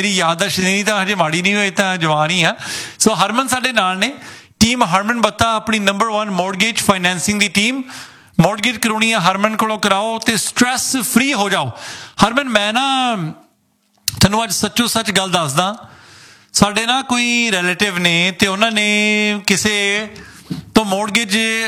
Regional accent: Sidhwan Khurd, Punjab, India; ਸਾਡਾ ਹੈਗਾ ਸਿੱਧਵਾਂ ਖੁਰਜ ਗਰਾਉਂ ਕੋਲੇ ਸਿੱਧਵਾਂ ਬੇਟ ਤਾਂ ਬਹੁਤ ਦੂਰ ਪੈ ਜਾਂਦਾ

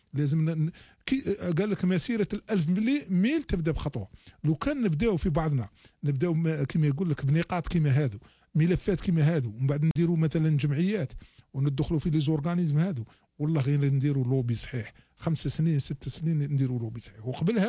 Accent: Algeria; now in Montreal, Canada; مش هو تونسي وحنا جزائريين

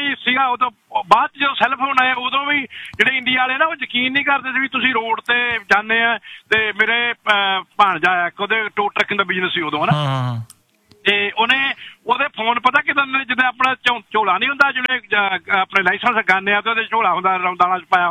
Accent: Moga, Punjab, India; ਪਹਿਲਾਂ ਤਾਂ ਮੈਂ ਇੰਡੀਆ ਦੀ ਤੈਨੂੰ ਸੁਣਾ, ਮੈਂ ਨਾ 1985 ਦੇ ਵਿੱਚ ਮੈਂ ਸਿਸਟਰ ਦੀ ਮੈਰਿਜ ਕੀਤੀ ਹੈ ਨਾ, ਤੇ ਉਦੋਂ ਵੀ ਫੋਨ ਬਹੁਤ ਘੱਟ ਹੁੰਦੇ ਸੀ, ਤੇ ਸਾਡੇ ਮੋਗੇ ਹੁੰਦਾ ਸੀਗਾ ਫੋਨ ਜਿੱਦਾਂ ਸਰਕਾਰੀ

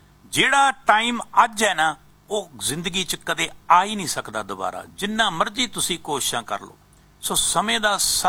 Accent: Punjab, India; ਕਿਉਂਕਿ ਅਸੀਂ ਪੰਜਾਬ ਤੋਂ ਆਏ ਹਾਂ

